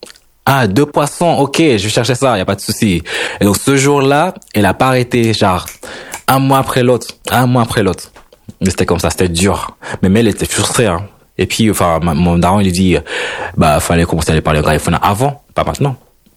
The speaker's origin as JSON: {"language": "French", "country": "Honduras", "tie": "born or raised there", "second_language": "French", "moved": "as an adult", "lives_now": "France"}